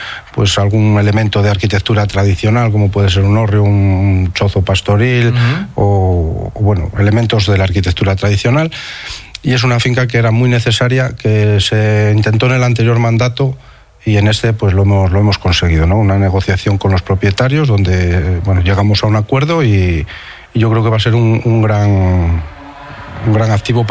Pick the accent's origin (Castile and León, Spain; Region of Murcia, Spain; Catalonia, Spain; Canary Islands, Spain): Castile and León, Spain; Cabrillanes; mi pueblo, de la Cota de Babia